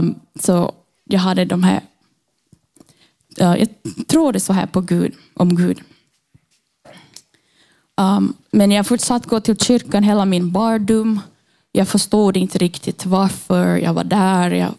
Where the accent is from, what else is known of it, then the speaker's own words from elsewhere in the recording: Brazil; now in Finland; Och jag är ursprungligen från Brasilien. Och jag har bott i Finland i 8 år.